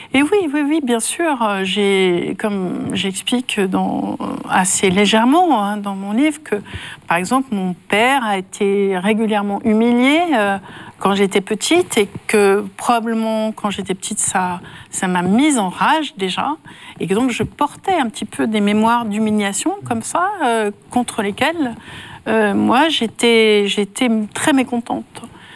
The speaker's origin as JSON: {"language": "French", "town": "Nancy", "region": "Grand Est", "country": "France", "tie": "born or raised there", "said": "à Nancy, ma ville natale"}